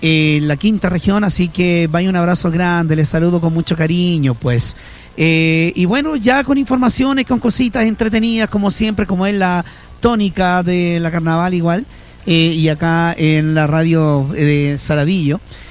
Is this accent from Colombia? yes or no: no; Mexico; Somos mexicanos.